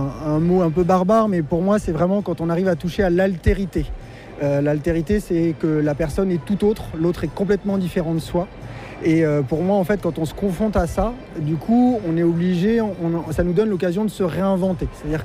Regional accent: Auvergne-Rhône-Alpes, France; on est très ancré nous chez nous en Savoie

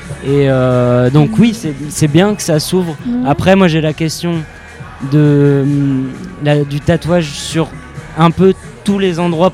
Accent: Nantes, Pays de la Loire, France; Je viens de Nantes, du coup, enfin, je suis sur Nantes là actuellement et depuis une quinzaine d'années maintenant.

